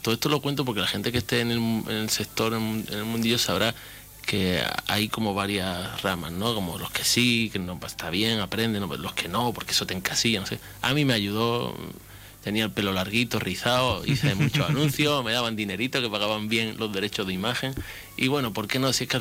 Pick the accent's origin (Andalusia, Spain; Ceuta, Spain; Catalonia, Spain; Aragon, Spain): Ceuta, Spain; la población ceutí, a los caballas que estamos pasando ahora por un momento complicado